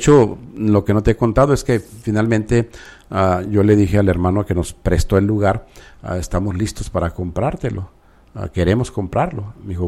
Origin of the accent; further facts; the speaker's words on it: Mexico; yo como buen mexicano